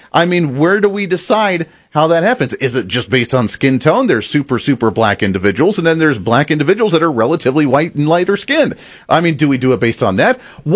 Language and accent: English; Kansas, United States